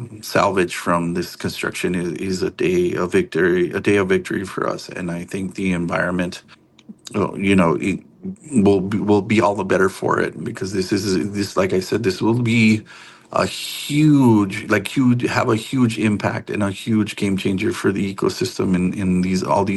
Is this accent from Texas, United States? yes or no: yes; Texas, United States; also born or lived in New Mexico